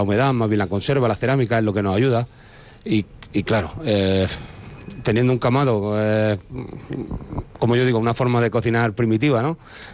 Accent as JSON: {"language": "Spanish", "area": "Granada", "region": "Andalusia", "country": "Spain", "tie": "born or raised there", "moved": "yes", "lives_now": "Madrid, Spain", "said": "yo vengo de tierra de cordero segureño, la IGP, el centro de la IGP está en mi pueblo."}